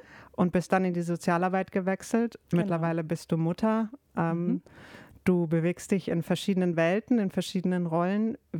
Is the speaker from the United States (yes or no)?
no; Germany; weil ich als Deutsche mache immer die Erfahrung, dass Leute sofort in Hochdeutsch wechseln mit mir